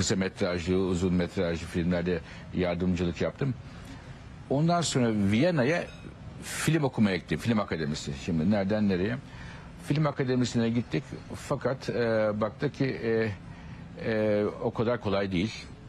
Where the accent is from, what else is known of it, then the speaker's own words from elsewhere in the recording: Ankara, Turkey; moved away as an adult; also born or lived in Istanbul / Vienna; ben Ankara'da doğdum. Ankara Koleji var Ankara'da, orada eğitim yaptım.